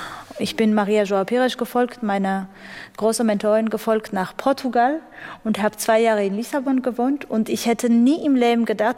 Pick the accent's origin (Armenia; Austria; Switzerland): Armenia; now in Rostock, Germany; Ich vermisse Armenien als mein Heimatland schon, aber eben für andere Sachen, eben für das Essen, für die Menschen und für meine Familie, die dort noch lebt. Aber Rostock ist meine zweite Heimat geworden, tatsächlich.